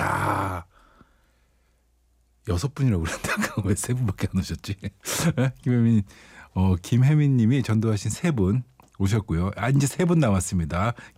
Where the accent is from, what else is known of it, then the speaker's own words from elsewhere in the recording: Seoul, South Korea; 저는 예전에 제가 어릴 때 자라난 이촌동에 떡볶이집이 또 있는데 거기가 그렇게 그리워요.